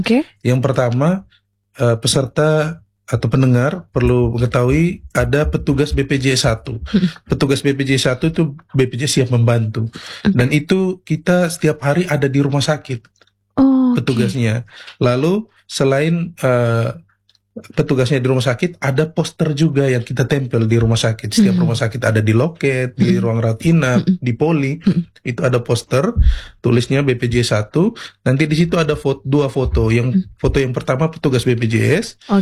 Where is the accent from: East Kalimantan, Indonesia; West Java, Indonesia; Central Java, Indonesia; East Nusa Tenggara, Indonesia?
East Nusa Tenggara, Indonesia; Bajawa; moved away as an adult; also born or lived in Papua; now in Waikabubak, Indonesia; Saya asli NTT, Flores dari Majawa.